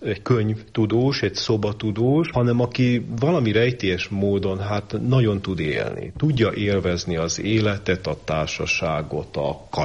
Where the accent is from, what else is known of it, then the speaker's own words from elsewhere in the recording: Hungary; és én magyar vagyok